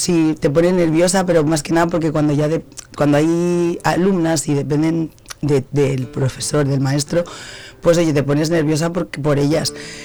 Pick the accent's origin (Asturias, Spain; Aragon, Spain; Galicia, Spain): Aragon, Spain; Zaragoza; moved away as an adult; De Zaragoza. Uh-huh. Allí nació mi niña.